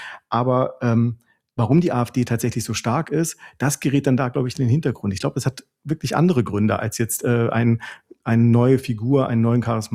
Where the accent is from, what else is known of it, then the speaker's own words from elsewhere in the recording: Halle, Saxony-Anhalt, Germany; born there; Ich muss dazu sagen, ich bin in diesem Bundesland geboren. Also ich komme ursprünglich aus Halle-Saale, dort 1985 geboren.